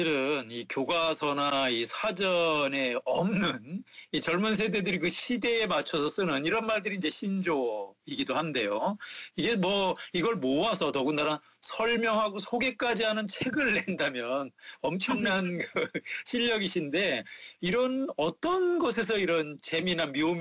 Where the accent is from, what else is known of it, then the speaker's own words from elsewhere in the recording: North Chungcheong, South Korea; 아니 물론 저는 이제 충청북도 출신이기 때문에 이 공주대학이 교육학이 굉장히 강하다 이건 알고 있는데요.